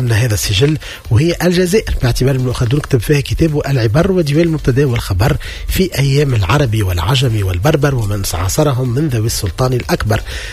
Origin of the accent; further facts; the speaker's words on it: Tunisia; أنا تونسي